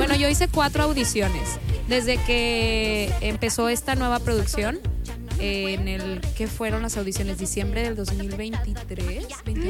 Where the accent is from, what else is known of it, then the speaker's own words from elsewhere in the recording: Monterrey, Nuevo León, Mexico; moved away; muy felices de regresar a nuestra tierra porque somos regiomontanas